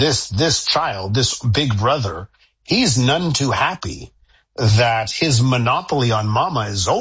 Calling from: Quebec, Canada; Listen, you know, in Quebec, I come to you from Soviet Quebecistan, as you know.

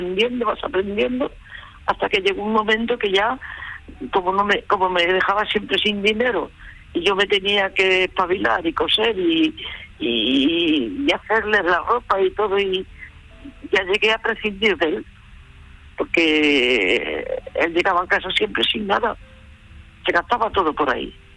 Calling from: Andalusia, Spain; soy andaluza, pero yo no tenía estudios ni nada.

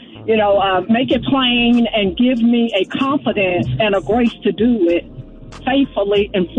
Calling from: Atlanta, Georgia, United States; I'm calling from Atlanta, Georgia.

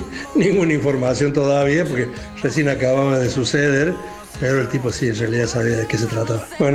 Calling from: Córdoba, Argentina; de Córdoba.

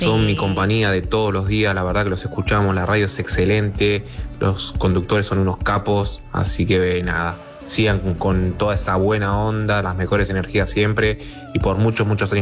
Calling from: Buenos Aires, Argentina; de Capital.

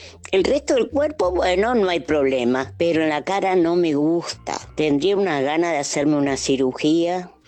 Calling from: Luján, Buenos Aires Province, Argentina; de Luján.

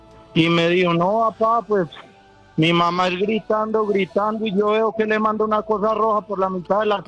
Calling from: Gómez Plata, Antioquia, Colombia; Yo soy de acá de Gómez Plata, Antioquia.

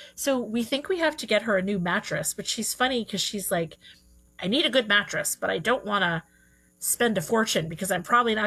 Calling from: Newtown, Pennsylvania, United States; And so here I am dialing in from Newtown, Pennsylvania.

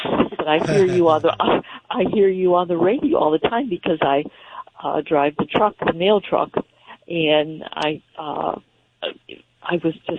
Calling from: Romulus, Michigan, United States; I'm from Romulus.

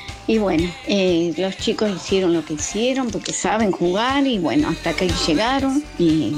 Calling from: Bella Vista, Buenos Aires Province, Argentina; de Bellavista, mis tres DNI 728, soy jubilada.

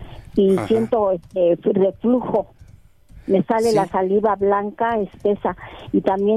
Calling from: Saltillo, Coahuila, Mexico; hablo de Saltillo, Coahuila, doctor.

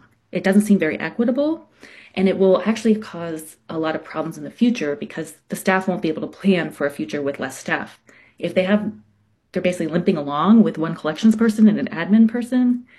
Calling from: Anchorage, Alaska, United States; I'm calling in from Anchorage

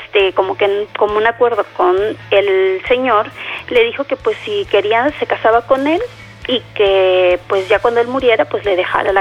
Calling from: Veracruz, Mexico; aquí en Veracruz

